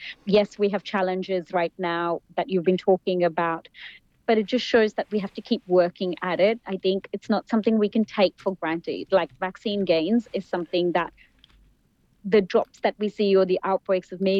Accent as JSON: {"language": "English", "country": "India", "tie": "born or raised there", "moved": "yes", "lives_now": "Australia", "said": "I grew up in India"}